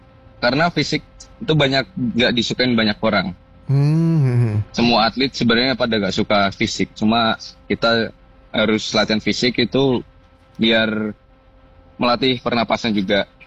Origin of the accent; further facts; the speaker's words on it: Kudus, Central Java, Indonesia; Saya kan orang Kudus soalnya.